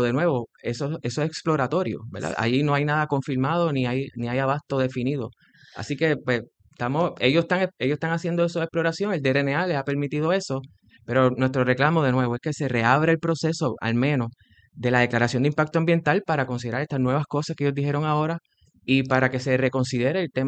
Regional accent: Cabo Rojo, Puerto Rico; Yo soy de Cabo Rojo y yo, esa es mi área

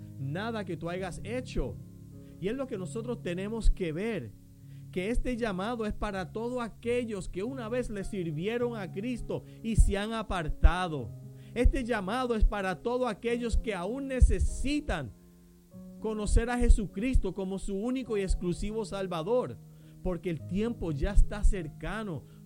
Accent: Caguas, Puerto Rico; como dicen en mi pueblo, por allí en Caguas

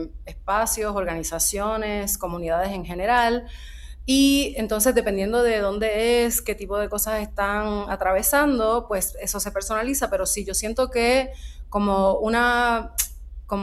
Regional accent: Puerto Rico; now in Mexico; yo soy boricua, he estado viviendo en México los últimos 17 años

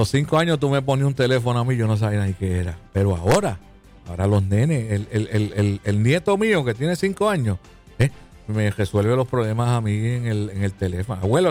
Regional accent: Río Grande, Puerto Rico; also born or lived in Fajardo, Puerto Rico; now in Luquillo, Puerto Rico; en Luquillo, mi pueblo... mi pueblo donde yo vivo, pues yo soy de Río Grande, nací en Fajardo y he vivido en diferentes sitios del área este de Puerto Rico.

